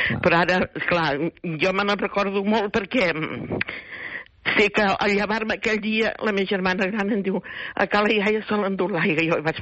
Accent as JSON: {"language": "Catalan", "town": "Cerdanyola del Vallès", "region": "Catalonia", "country": "Spain", "said": "I jo soc de Cerdanyola, nosaltres vivim a Cerdanyola."}